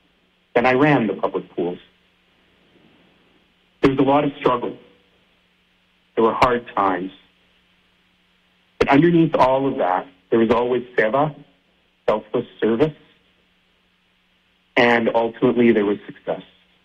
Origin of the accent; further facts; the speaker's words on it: Calgary, Alberta, Canada; also born or lived in Red Deer County; We grew up here in Northeast Calgary and also in Red Deer County. We didn't have anything.